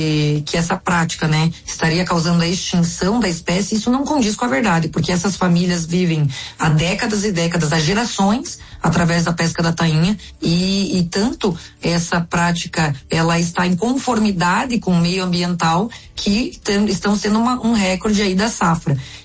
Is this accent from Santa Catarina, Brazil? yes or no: yes; Santa Catarina, Brazil; born there; aqui no oeste de Santa Catarina, que é a região onde eu nasci e vivo